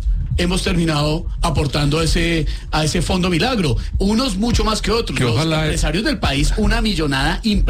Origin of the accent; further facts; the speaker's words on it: Colombia; mientras estemos unidos como colombianos